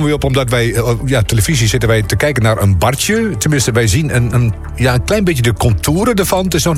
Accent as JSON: {"language": "Dutch", "town": "Hooghalen", "region": "Drenthe", "country": "Netherlands", "tie": "born or raised there", "said": "En ik ben zelf opgegroeid in Hooghalen."}